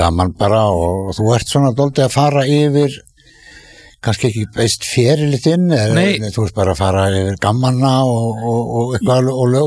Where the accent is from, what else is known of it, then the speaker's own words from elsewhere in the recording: Hrísey, Northeastern Region, Iceland; Ég skal tala við Stefán Hríseing við erum báðir Hríseingar